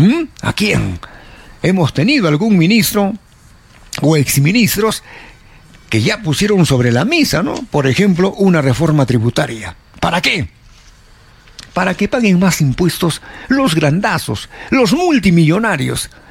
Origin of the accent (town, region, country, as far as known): Peru